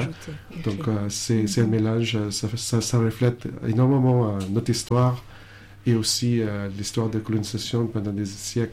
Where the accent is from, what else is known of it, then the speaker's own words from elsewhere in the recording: Bacolod, Western Visayas, Philippines; first language Hiligaynon; French is a second language; moved away; moi, je viens de centre des Philippines, de Bacolod, et nous, on parle Ilonggo. C'est notre langue.